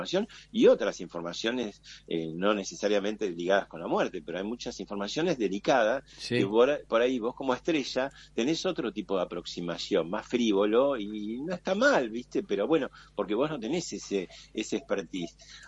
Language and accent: Spanish; Argentina